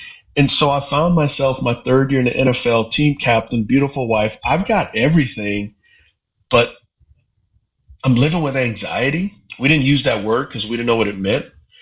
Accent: Texas, United States; And so growing up in Texas, the reason why I talk about football so much

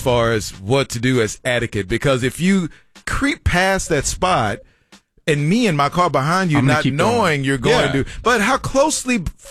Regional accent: Louisiana, United States; I'm from Louisiana, and I challenge anyone to a boat launching contest

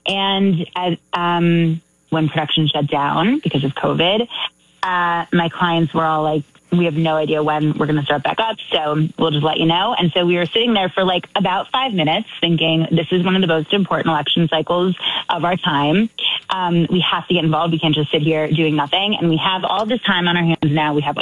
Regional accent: Michigan, United States; You know, I grew up in Michigan, so thanks for giving us a shout out.

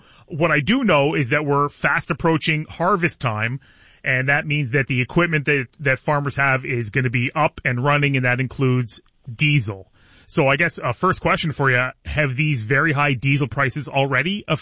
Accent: Essex County, Ontario, Canada; So, okay, full disclosure, I grew up in the county. I grew up in Pewson and Barver. I know zero about farms.

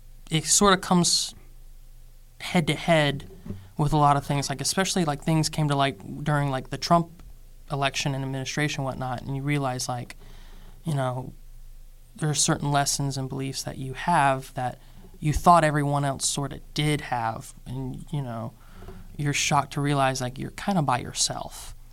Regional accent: South Carolina, United States; accent: Southern; moved away; I grew up in South Carolina.

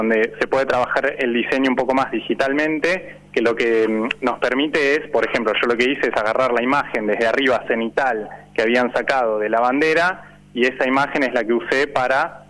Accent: Argentina; como muchos argentinos, estábamos viendo el partido acá, de hecho, en el taller.

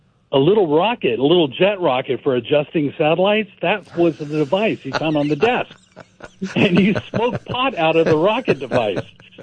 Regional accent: California, United States; When I was growing up in the South Bay, back in the 70s, PRW was a big company there, and they're a big aerospace conglomerate.

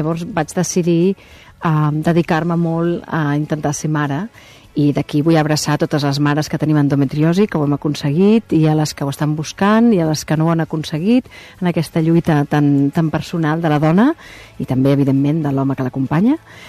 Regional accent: Catalonia, Spain; moved away as an adult; also born or lived in Madrid / New York; now in London, United Kingdom; com a actriu catalana i espanyola

